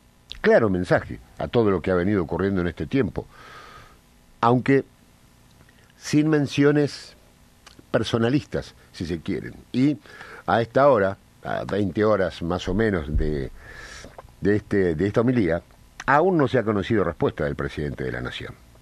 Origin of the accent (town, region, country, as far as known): Argentina